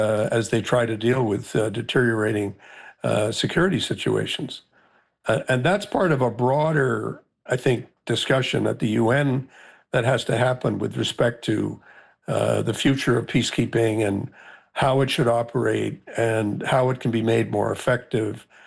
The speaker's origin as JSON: {"language": "English", "country": "Canada", "said": "as Canadian members of a mission."}